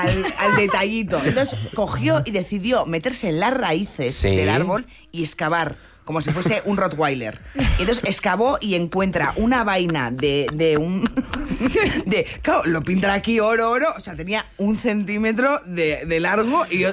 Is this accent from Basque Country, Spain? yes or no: yes; Basque Country, Spain; yo como buena vasca salía de fiesta